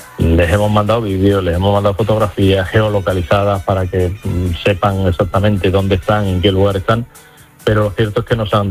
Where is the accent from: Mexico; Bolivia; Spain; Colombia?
Spain; Nosotros, como españoles, teníamos una serie de medidas que creíamos que podían dar resultado